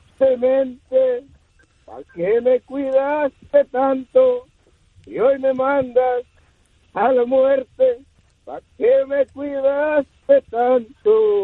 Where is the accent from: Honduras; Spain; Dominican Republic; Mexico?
Mexico; Michoacán; now in Dallas area, United States; soy de Dallas. Aquí vivo en Los Clips, pero soy originario de Michoacán.